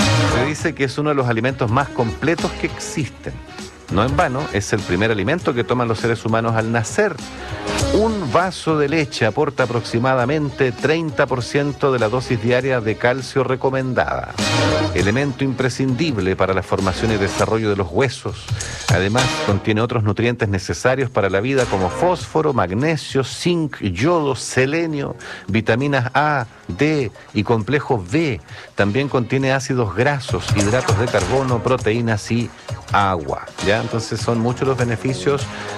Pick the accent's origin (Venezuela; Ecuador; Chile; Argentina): Chile; Puerto Montt, Los Lagos; Yo recuerdo cuando era niño, acá en Puerto Montt vendían leche de burra.